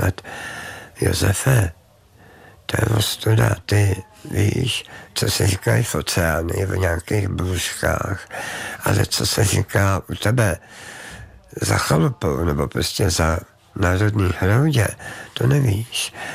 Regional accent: Cheb, Karlovy Vary Region, Czechia

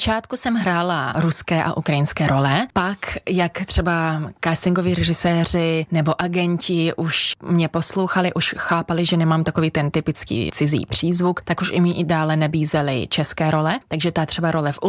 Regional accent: Magnitogorsk, Chelyabinsk Oblast, Russia; Czech is a second language; moved away as an adult; also born or lived in Zlín; now in Czech Republic; Vlastně od 12 už jsem hrála v divadle ve svém rodném městě Magnitogorsku. Pak jsem jela do Česka studovat, vystudovala jsem animaci ve Zlíně

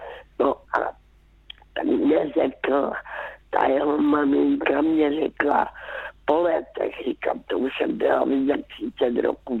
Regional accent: Karolinka, Zlín Region, Czechia; born there; jezdívala jsem zpátky do Karolinky, zpátky to mého rodiště

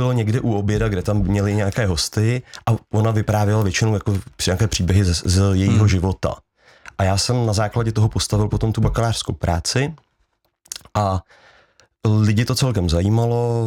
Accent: Tymákov, Plzeň Region, Czechia; A protože jsem z Tymákova

